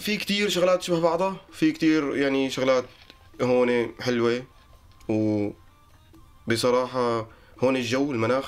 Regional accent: Lebanon; now in Germany; فنحن إنه مثل هربنا طلعنا من لبنان وأهلي ضلوا بلبنان

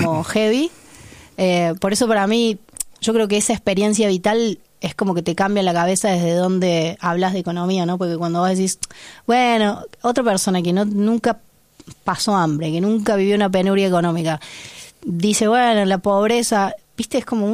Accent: Córdoba, Argentina; moved away as an adult; now in Buenos Aires, Argentina; Yo nací en Córdoba, a media cuadra de La Cañada, así que soy muy, muy cordobesa. Y decido venirme a Córdoba cuando termino de estudiar la facu.

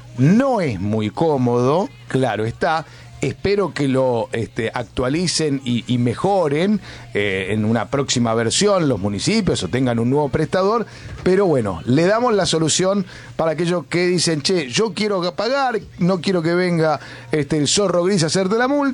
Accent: Argentina; No es qué tontos que somos los argentinos.

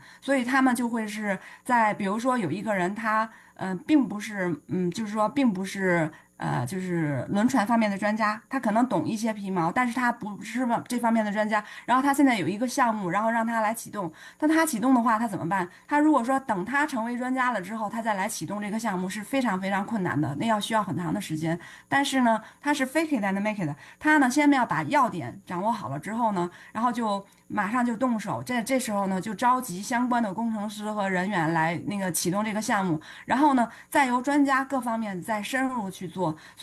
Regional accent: China

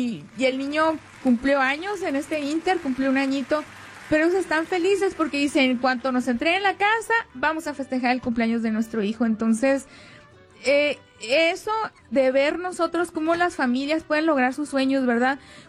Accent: Mexico; Estas personas, fíjense, nosotros somos mexicanos

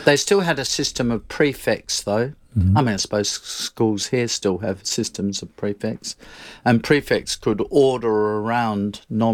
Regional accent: Australia; I was rubbished at the school I went to there for being Australian

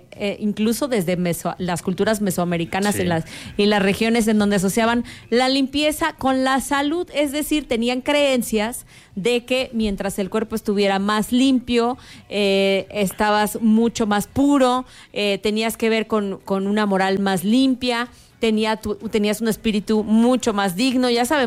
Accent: Mexico

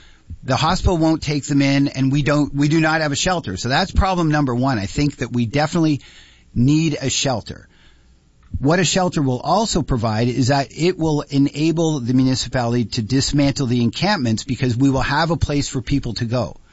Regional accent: Chatham-Kent, Ontario, Canada; I'm running for mayor of Chatham-Kent. I am born and raised in Chatham-Kent, married for 30 years to Joanne, and we have raised 5 children in Chatham-Kent.

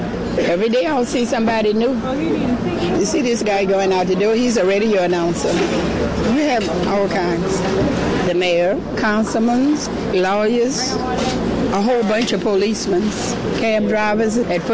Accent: New Orleans, Louisiana, United States; I was born in New Orleans, went to school. That's my roots. I have to go home.

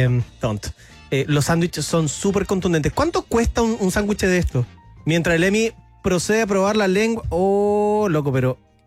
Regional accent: Viña del Mar, Valparaíso, Chile; Yo soy de Viña, pero nací diciéndole pan batido, aguante Viña del Mar

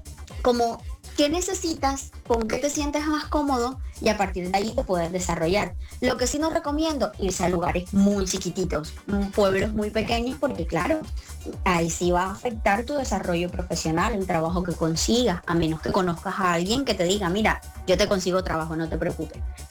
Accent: Colombia; moved away; esas palabras que nosotros tenemos como colombianos y que llegamos aquí diciendo

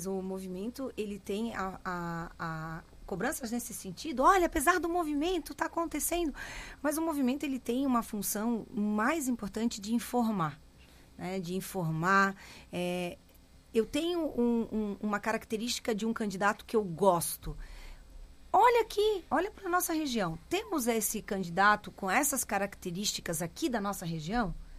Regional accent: Florianópolis, Santa Catarina, Brazil; now in Joinville, Brazil; eu sou de Florianópolis, mas eu estou em Joinville há 26

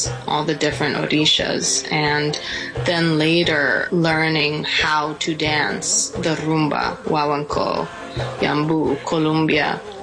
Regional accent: New York, United States; I'm the most Cuban, even though I'm coming from upstate New York.

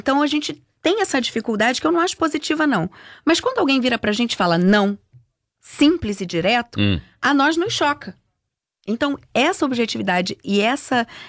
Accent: Brazil; now in Europe

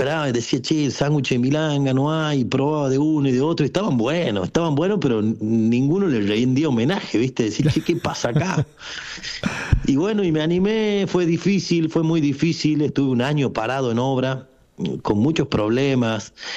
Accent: Tucumán, Argentina; accent: Tucumán tonada; moved away as an adult; now in Córdoba, Argentina; yo me siento un cordobés más, vivo hace 20 años acá, pero soy tucumano como habla, como mi tonada manda.

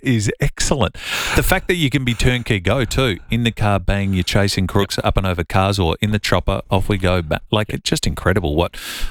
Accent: Millicent, South Australia, Australia; So I'm from the southeast, Millicent, my hometown. Des Noel was our police officer growing up.

